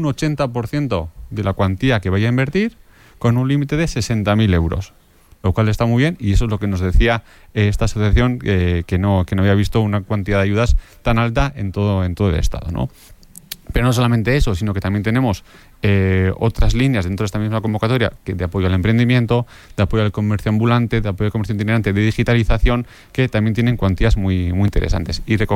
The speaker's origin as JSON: {"language": "Spanish", "town": "Estella", "region": "Navarre", "country": "Spain", "said": "Por ejemplo, en Estella, de donde soy yo, hay comercios de gente joven que al final se han sumado"}